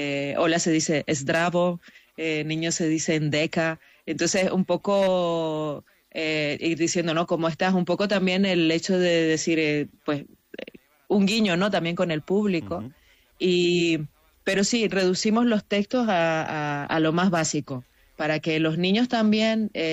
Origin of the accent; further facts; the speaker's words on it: Nicaragua; now in Irún, Spain; Yo soy de Nicaragua. Yo llegué hace 8 años a Irún, y he tenido que aprender euskera